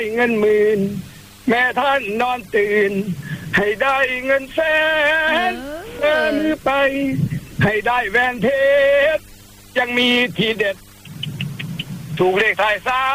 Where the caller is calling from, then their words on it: Buriram, Thailand; ผมเป็นคนบุรีรัมย์ครับ